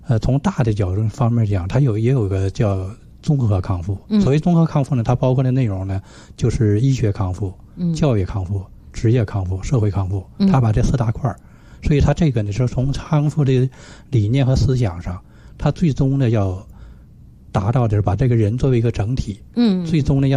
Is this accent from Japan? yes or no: yes; Japan; 就是咱们日本人的习惯呢，就是还是那种盆浴